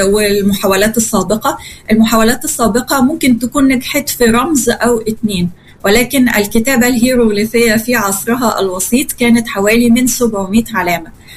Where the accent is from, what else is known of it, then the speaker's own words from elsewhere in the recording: Egypt; عندنا في مصر